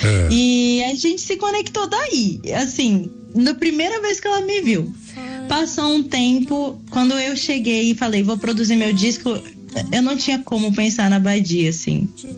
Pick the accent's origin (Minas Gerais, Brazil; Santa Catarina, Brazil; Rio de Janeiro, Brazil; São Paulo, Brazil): São Paulo, Brazil; Piracicaba; now in São Paulo, Brazil; estava Piracicaba.